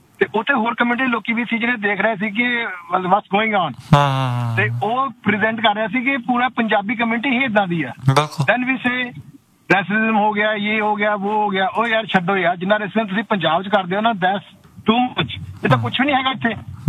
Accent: Punjab, India; I respect that, ਮੈਂ ਵੀ ਪੰਜਾਬੀ ਹਾਂ, ਅਸੀਂ ਰਿਸਪੈਕਟ ਕਰਦੇ ਹਾਂ ਹਰੇਕ ਪਹਿਰਾਵੇ ਦੀ ਹਰੇਕ ਚੀਜ਼ ਦੀ

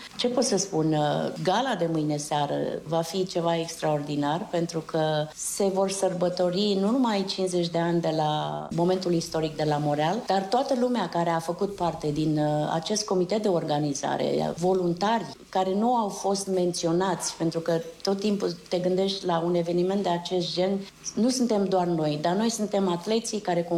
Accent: Romania

